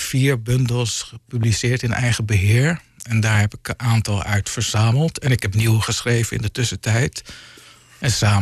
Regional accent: Western Cape, South Africa; moved away; Het is eigenlijk een herinnering aan mijn jeugd in Zuid-Afrika, aan Blauwbergstrand.

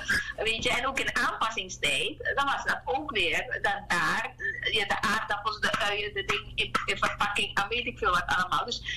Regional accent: Suriname

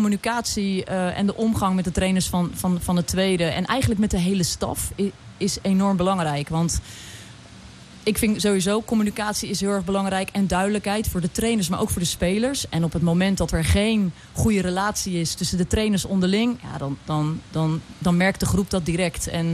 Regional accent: Dordrecht, South Holland, Netherlands; now in Alphen aan den Rijn, Netherlands; Ik kom zelf oorspronkelijk uit Dordrecht. Maar vanaf het moment dat ik naar Alphen ben verhuisd

